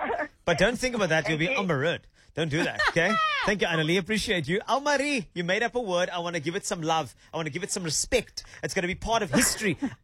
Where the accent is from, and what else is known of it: Western Cape, South Africa